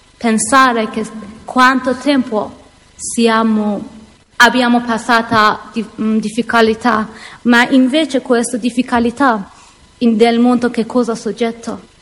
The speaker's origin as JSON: {"language": "Italian", "country": "Afghanistan", "second_language": "Italian", "moved": "yes"}